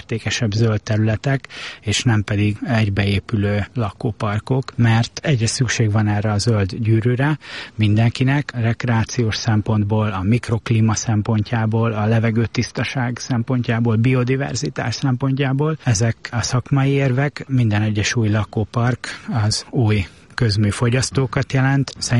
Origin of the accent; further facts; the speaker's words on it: Budapest, Hungary; moved away; én óbudai vagyok.